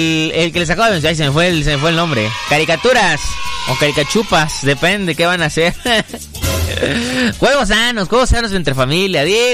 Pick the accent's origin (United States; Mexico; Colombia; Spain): Mexico; Soy de México, güey.